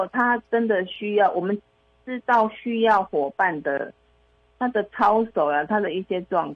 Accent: Kaohsiung, Taiwan; 听众朋友大家好，

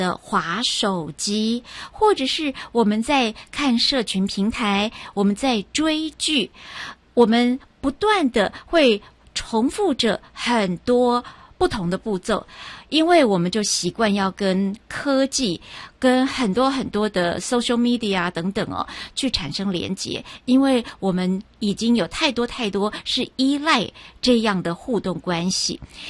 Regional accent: Taiwan

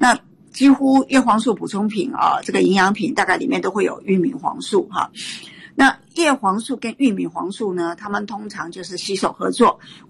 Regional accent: Taiwan; 我们在台湾，我们台湾人啊，很糟糕的啊，从小很多人就四眼田鸡，而且近视率非常高啊。

